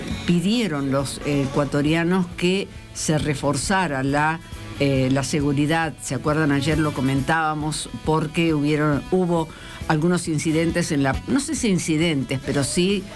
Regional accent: Argentina; no importa si sos de River, Boca, San Lorenzo, somos argentinos.

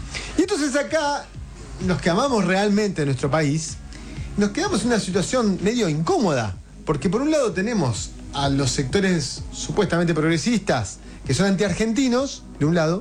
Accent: Argentina; no solo porque nos da alegría como argentinos

